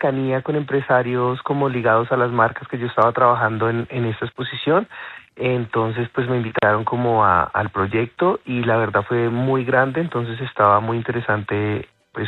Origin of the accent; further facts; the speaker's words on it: Guaviare, Colombia; yo vengo del Guaviare